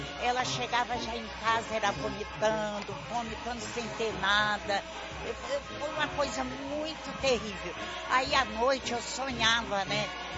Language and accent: Portuguese; Duque de Caxias, Rio de Janeiro, Brazil; eu sou de Vila Rosário, né, lá em Caxias.